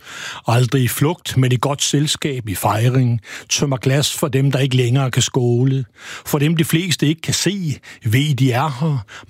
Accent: Copenhagen, Capital Region of Denmark, Denmark; jeg er fra hovedstaden, jeg er fra København

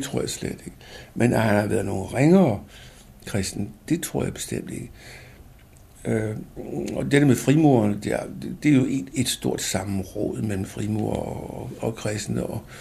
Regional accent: Copenhagen, Capital Region of Denmark, Denmark; jeg er så meget københavner med K, at jeg kan ikke leve andet sted end i København.

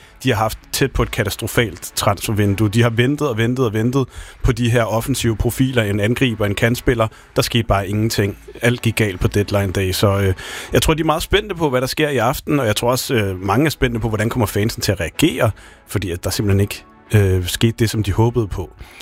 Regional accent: Central Denmark Region, Denmark; Jeg vil ikke være så bekymret som midtjyde

